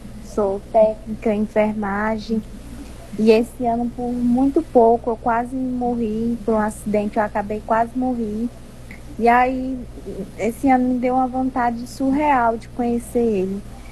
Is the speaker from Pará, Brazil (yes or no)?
yes; Conceição do Araguaia, Pará, Brazil; sou aqui de Conceição do Araguaia, no Pará.